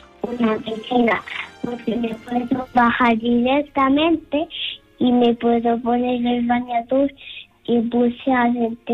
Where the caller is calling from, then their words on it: Berlin, Germany; tengo 5 años y vivo en Berlín.